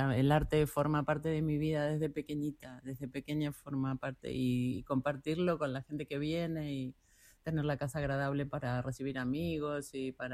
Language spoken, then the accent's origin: Spanish; Argentina; Bueno, a mi infancia, a mi adolescencia en Argentina, que me emociona un poco también, ¿no?